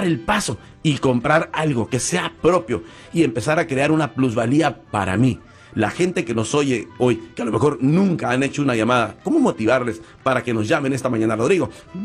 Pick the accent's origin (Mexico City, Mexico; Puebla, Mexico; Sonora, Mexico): Sonora, Mexico; San Luis Río Colorado; moved away; yo soy originario de San Luis Río Colorado, y eventualmente con el tiempo pues tengo planeado irme a vivir mis años de retiro allá.